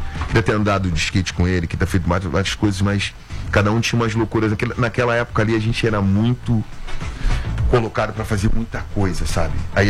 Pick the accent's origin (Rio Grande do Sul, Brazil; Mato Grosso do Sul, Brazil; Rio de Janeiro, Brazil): Rio de Janeiro, Brazil; eu sou carioca